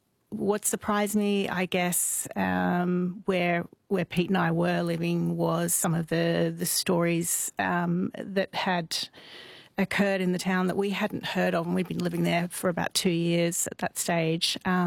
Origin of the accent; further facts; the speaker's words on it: Edinburgh, Scotland, United Kingdom; So I grew up in Edinburgh, which I consider the, you know, the centre of the ghost world.